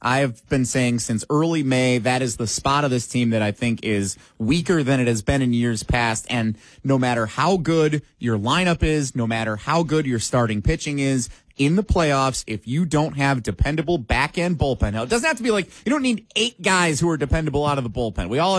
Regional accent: Muskego, Wisconsin, United States; Look, I'm born and raised in Muskego, Wisconsin

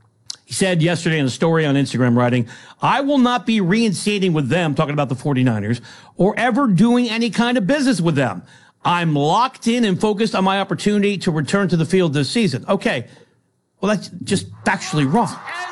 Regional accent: New York metropolitan area, United States; because my mom and I watched the telethon every year on growing up in the New York tri-state area on Channel 9

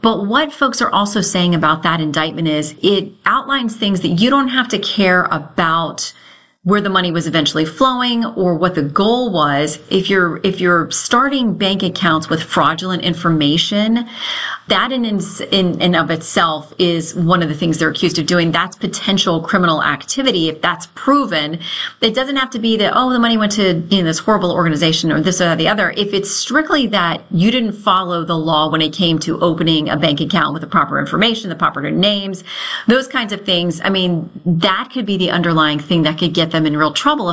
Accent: Florida, United States; Listen, he did briefly stop in my home state of Florida.

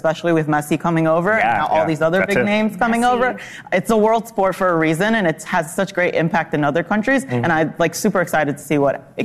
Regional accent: Argentina; now in New York, United States; I grew up in Argentina

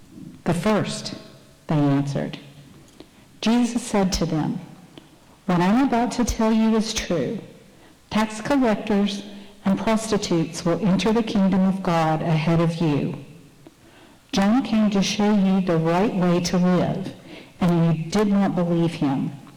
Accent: West Virginia, United States; I'm from West Virginia. Don't laugh.

